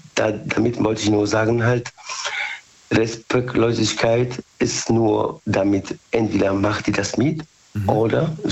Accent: Bad Godesberg, North Rhine-Westphalia, Germany; Aus Bad Godesberg. Haben wir schon gesprochen.

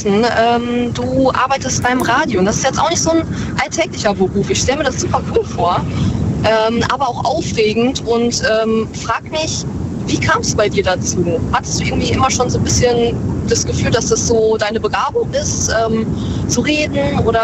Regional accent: Rheine, North Rhine-Westphalia, Germany; Ich komme aus Rheine, das ist in Nordrhein-Westfalen, gerade an der Grenze zu Niedersachsen.

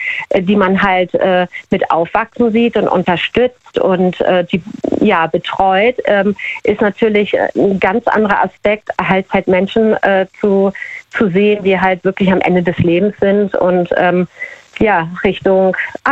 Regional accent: Hamburg, Germany; Ich komme aus Hamburg

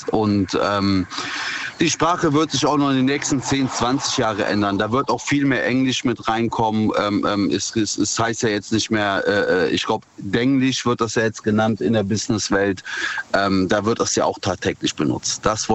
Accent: North Rhine-Westphalia, Germany; Ich bin aus der Nähe von Bonn.

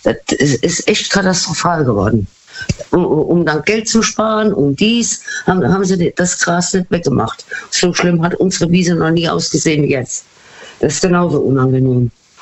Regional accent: Rhineland-Palatinate, Germany; Aus dem Westerwald.

